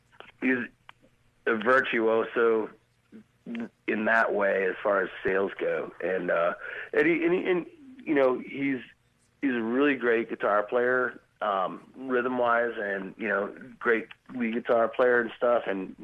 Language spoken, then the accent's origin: English; Maine, United States; I was just like, I'm just from Maine. I'm here. I'm a singer.